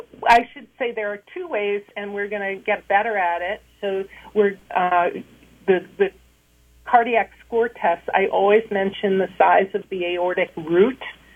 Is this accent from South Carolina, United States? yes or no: no; New York, United States; moved away; I grew up in Manhattan